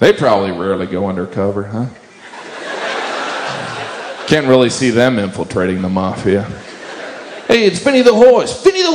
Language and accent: English; United Kingdom; accent: British; And don't be thrown by my British accent.